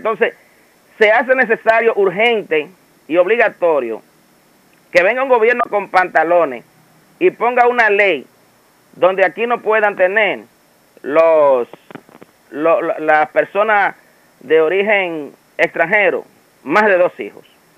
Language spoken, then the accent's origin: Spanish; Dominican Republic; yo soy nacido y criado en República Dominicana